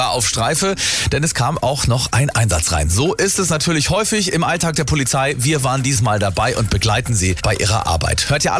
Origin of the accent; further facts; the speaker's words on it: Schleswig-Holstein, Germany; das haut uns natürlich als Schleswig-Holsteiner nicht um